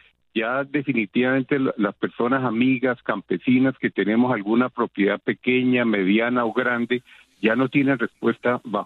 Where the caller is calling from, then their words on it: Bugalagrande, Valle del Cauca, Colombia; yo te hablo desde Bugalagrande, Valle del Cauca